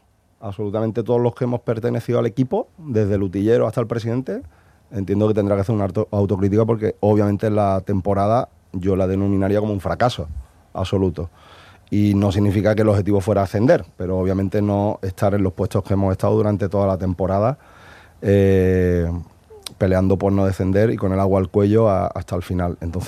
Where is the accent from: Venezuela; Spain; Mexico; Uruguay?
Spain; Cádiz, Andalusia; he sido canterano y soy gaditano